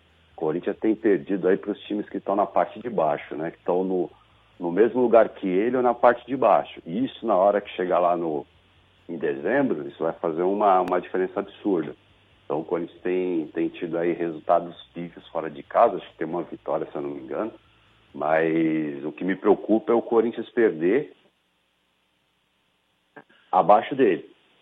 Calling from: São Paulo, Brazil; Eu falo aqui do Capão Redondo, aqui, mano.

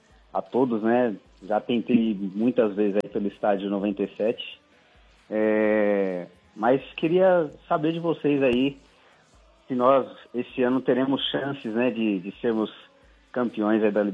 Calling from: Suzano, São Paulo, Brazil; eu sou de Suzano.

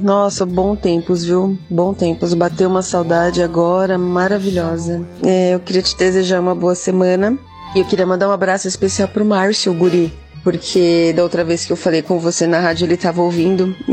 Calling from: São Paulo, Brazil; Eu falo de Arthur Alvim, Zona Leste.

